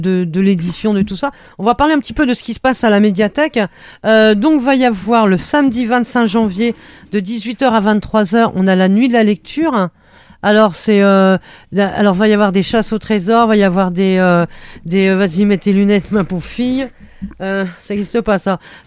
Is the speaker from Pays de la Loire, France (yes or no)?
no; Nouvelle-Aquitaine, France; chez moi dans le Béarn